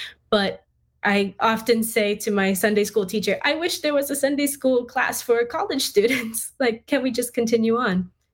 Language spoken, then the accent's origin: English; Nassau, New Providence, Bahamas; especially in Nassau. You'd have to fly in to visit us.